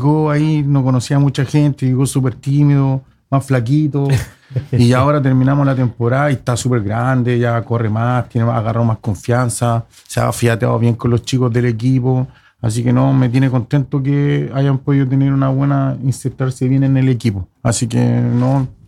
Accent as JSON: {"language": "Spanish", "town": "Concón", "region": "Valparaíso", "country": "Chile", "tie": "born or raised there"}